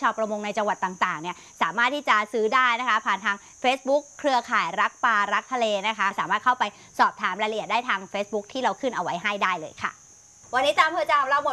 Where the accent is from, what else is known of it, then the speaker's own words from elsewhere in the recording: Southern Thailand, Thailand; เราเป็นคนใต้